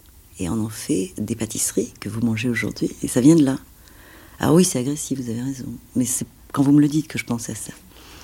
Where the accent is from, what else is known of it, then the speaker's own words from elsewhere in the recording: Tunisia; born there; moved away; moi je viens d'un pays arabe, ça veut dire que je viens de Tunisie, je suis née en Tunisie